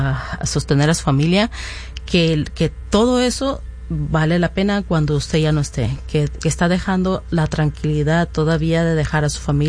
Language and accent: Spanish; Mexico; Mi mamá, yo soy de México, mi mamá es de Michoacán.